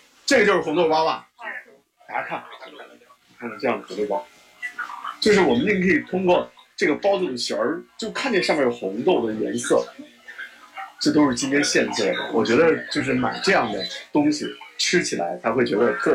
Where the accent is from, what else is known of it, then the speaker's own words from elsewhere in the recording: Henan, China; 咱们河南人喜欢吃面啊，喜欢吃面。